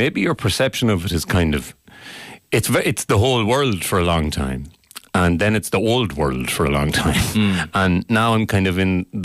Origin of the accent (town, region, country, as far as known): Connacht, Ireland; moved away as an adult; also born or lived in California; now in London, United Kingdom